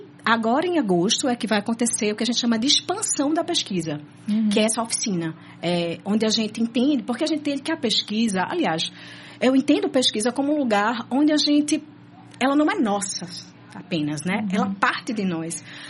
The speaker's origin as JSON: {"language": "Portuguese", "town": "Recife", "region": "Pernambuco", "country": "Brazil"}